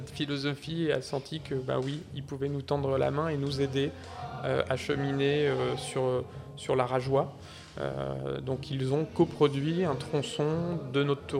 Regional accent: Hauts-de-France, France; moved away; je viens de la Somme au départ, toute ma famille de longue date est de la Somme et Picarde.

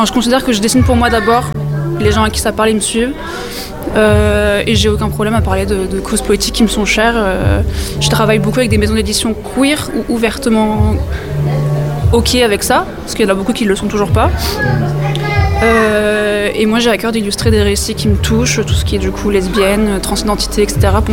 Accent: Lille, Hauts-de-France, France; now in Lyon, France; Moi je suis originaire de Lille. Donc j'ai mes parents qui vivent à Lille

